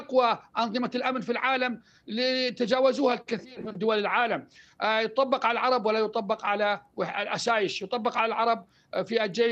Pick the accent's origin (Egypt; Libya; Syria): Syria; Al-Malikiyah, Al-Hasakah Governorate; تصور أن أنا من أبناء المنطقة المالكية، أبناء قريتي اللي تابعين المنطقة المالكية أو ناحية العربية بشكل كامل